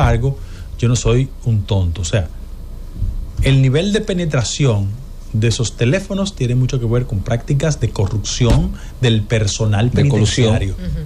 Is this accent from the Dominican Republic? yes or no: yes; Dominican Republic; yo como dominicano